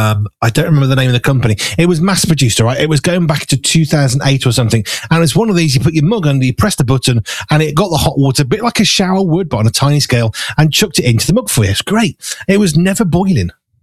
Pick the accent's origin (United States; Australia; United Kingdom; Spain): United Kingdom; Midlands; I was brought up in the Midlands